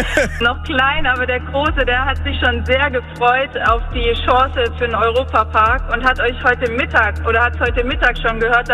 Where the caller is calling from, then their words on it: Grafenau, Baden-Württemberg, Germany; Aus Grafenau